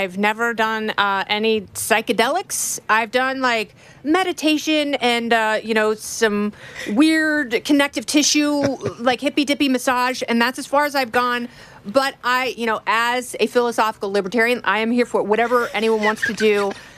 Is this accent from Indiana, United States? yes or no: yes; Brownstown, Indiana, United States; Do you know I'm a Hoosier?